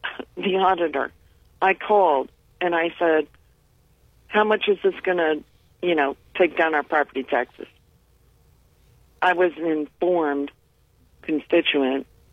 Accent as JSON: {"language": "English", "town": "Garrettsville", "region": "Ohio", "country": "United States", "said": "I'm calling in. I'm from Garrettsville. I've never spoken to you before."}